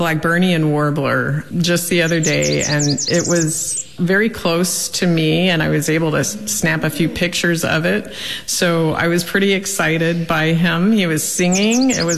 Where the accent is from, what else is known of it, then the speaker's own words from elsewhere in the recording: the South, United States; Well, I grew up in the South, so we have vegetation, heavy vegetation around at all times